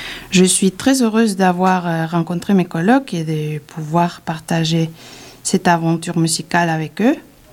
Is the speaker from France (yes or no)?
no; Spain; French is a second language; moved away as an adult; je suis née et j'ai grandi en Espagne d'une mère espagnole et d'un père péruvien.